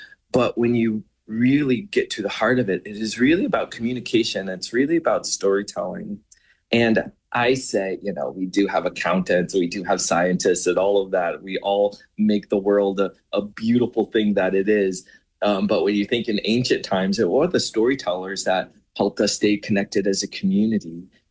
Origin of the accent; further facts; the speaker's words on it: St. Louis, Missouri, United States; growing up in St. Louis, Missouri